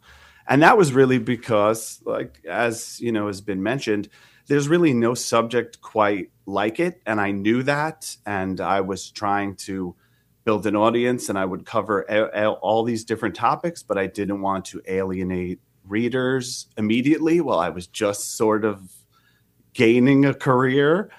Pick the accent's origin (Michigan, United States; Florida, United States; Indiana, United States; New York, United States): New York, United States; Long Island; So I grew up on Long Island